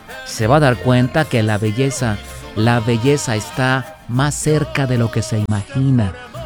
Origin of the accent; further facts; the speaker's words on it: Mexico; Eso nos ofrece cada rincón de nuestro México.